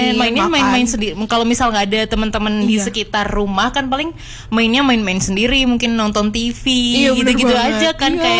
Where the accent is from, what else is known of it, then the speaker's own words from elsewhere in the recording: Malang, East Java, Indonesia; Tapi kan karena aku anak Malang kan. Jadi yang paling deket kan di Batu-Batu sini aja.